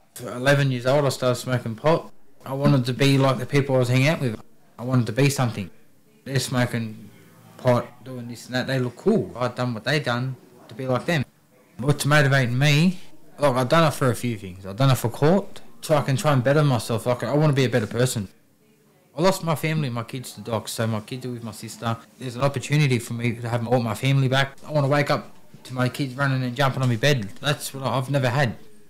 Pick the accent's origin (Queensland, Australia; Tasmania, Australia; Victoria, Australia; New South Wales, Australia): New South Wales, Australia; Penrith; I grew up in Penrith, Western Suburbs, so Sydney. 2000, I moved to Mount Druitt.